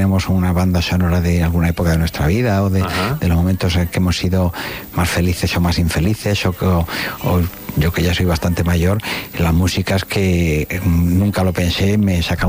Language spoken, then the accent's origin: Spanish; Almodóvar del Campo, Castilla-La Mancha, Spain; also born or lived in A Coruña, Galicia; now in Mallorca, Spain; yo tengo una infancia híbrida porque hasta los 5 años yo nací en Galicia, en La Coruña, y vivía en una gran ciudad muy bonita hasta los 5 años y después me trasplanté a La Mancha.